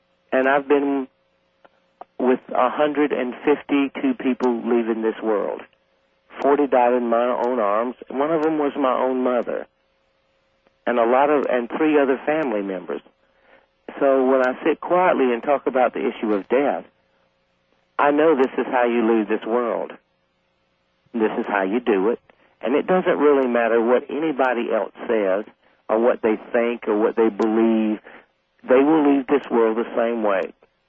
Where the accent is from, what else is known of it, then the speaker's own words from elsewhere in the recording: South Carolina, United States; I'm a guy from South Carolina.